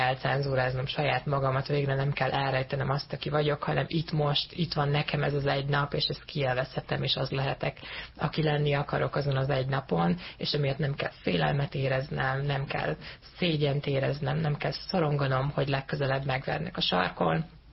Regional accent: Hungary; Én ugye transznemű fiatalként nőttem fel Magyarországban, egy vidéki kis faluban

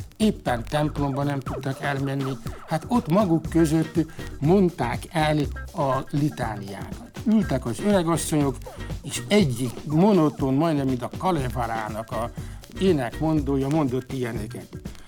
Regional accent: Tolna, Hungary; az a vidék, ahonnan származom, véletlenül a népdalnak is valóságos meseföldje.

